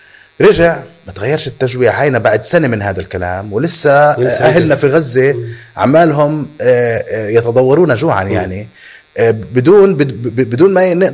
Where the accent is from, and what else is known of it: Palestine